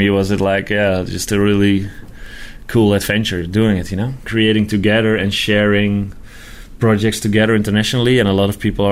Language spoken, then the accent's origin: English; Netherlands; English is a second language; I'm owner of Nine Yards, working now for a long time in the skateboarding industry.